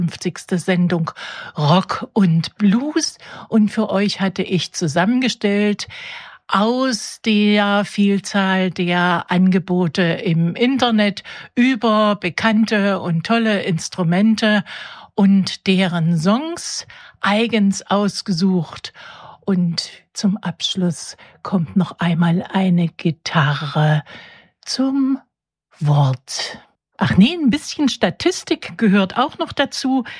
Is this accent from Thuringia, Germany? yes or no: yes; Friedrichroda, Thuringia, Germany; born there; Friedrichroda ist auch mein Geburtsort. Ja, und da bin ich besonders stolz drauf.